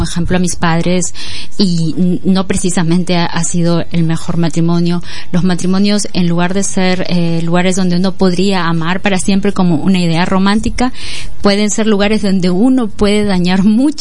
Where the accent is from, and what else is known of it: Peru